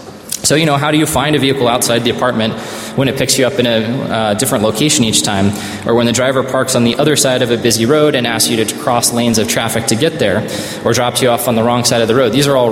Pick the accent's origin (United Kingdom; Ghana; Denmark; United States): United States; Kansas City; where I grew up in the Kansas City area